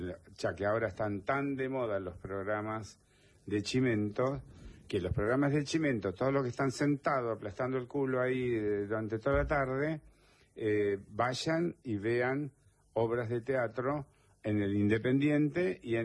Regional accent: Argentina; otro problema que mezclamos todo como ensalada rusa, como nos encanta a los argentinos.

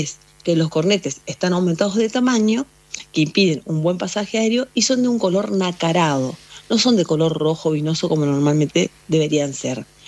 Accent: Bellavista, Corrientes, Argentina; now in Buenos Aires, Argentina; Yo estoy, en realidad es ciudad, yo le digo pueblo, pero es ciudad. Yo estoy en Bellavista, Corrientes, ocasionalmente, pero Trabajo en Buenos Aires

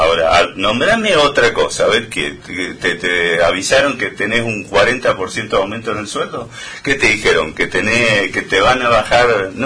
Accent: Argentina; si nosotros somos argentinos

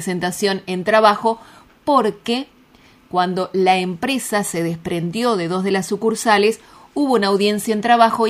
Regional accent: Entre Ríos, Argentina

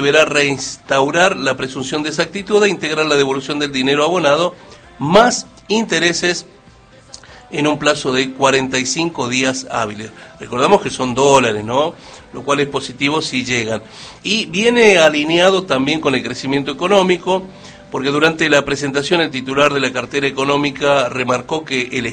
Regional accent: La Rioja, Argentina; Así somos los riojanos

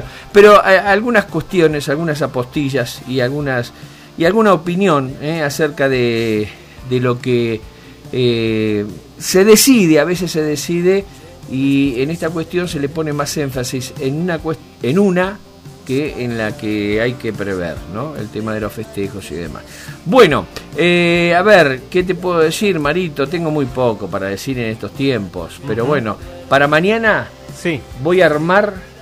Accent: Argentina

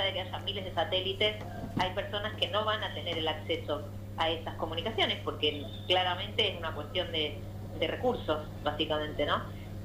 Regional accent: Trelew, Chubut, Argentina; Yo soy de Trelew, Chubut. Me crié escuchando los mensajes

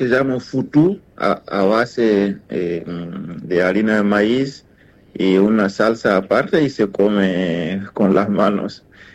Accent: Burkina Faso; now in Corrientes, Argentina; vengo de Burkina Faso

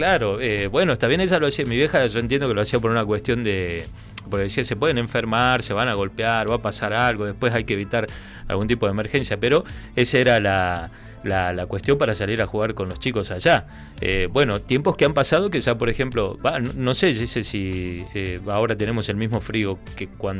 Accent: Jujuy, Argentina; moved away; yo vengo de una zona, es presuelo selvático donde yo nací. Las Yungas

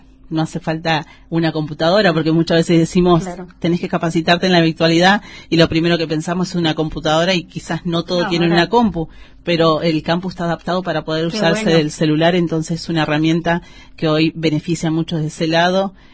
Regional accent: Chubut, Argentina; Venimos de la zona del Valle. Algunos somos de Trelew, otros somos de Rawson.

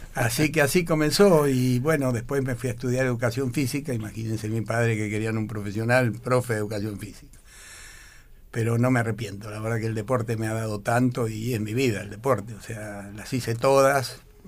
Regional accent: San Martín de los Andes, Neuquén, Argentina; also born or lived in Buenos Aires; si bien yo nací en Buenos Aires, a menos de un año nos mudamos a San Martín de los Andes, lugar en el que estuve hasta los 7 años

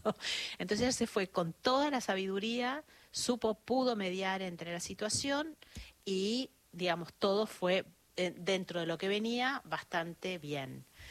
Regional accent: Buenos Aires, Argentina; born there; No, yo nací en Capital

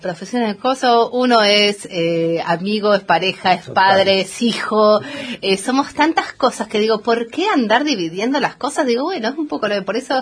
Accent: Buenos Aires, Argentina; moved away as an adult; now in Esquel, Argentina; yo soy de Buenos Aires, estoy acá en Esquel hace casi 11 años

